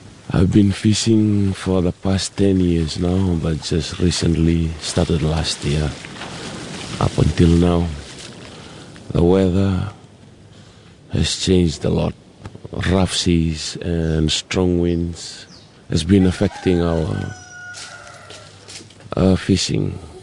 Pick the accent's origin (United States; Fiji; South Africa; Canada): Fiji; Naomangi; I'm from Naomangi village.